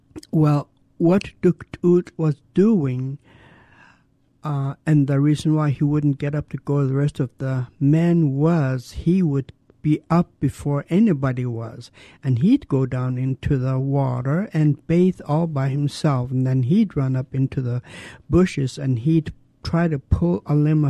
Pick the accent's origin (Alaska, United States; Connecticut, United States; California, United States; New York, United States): Alaska, United States; Douglas; I was born and raised in Douglas. I belong to the Raven Moiety. I come from the Whale House in Klukwan, which is a Kanaktede house.